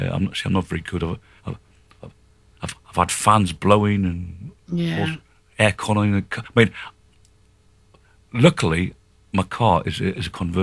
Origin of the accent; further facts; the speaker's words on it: North East England, United Kingdom; moved away; I'm from the North East.